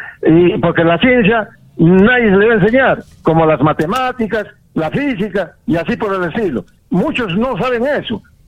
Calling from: Arequipa, Peru; de Acequialta.

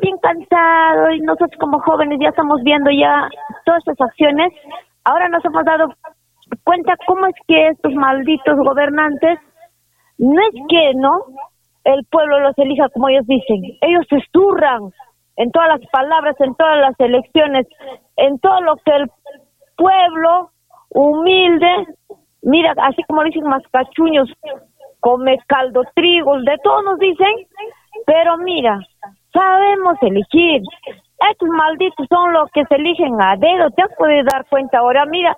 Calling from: Arequipa, Peru; ¿Cuántos somos en Arequipa?

